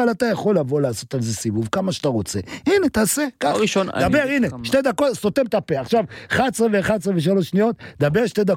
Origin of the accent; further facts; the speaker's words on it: Jerusalem, Jerusalem District, Israel; אני גדלתי בירושלים, בהפגנות היו קוראים לשוטרים נאצים.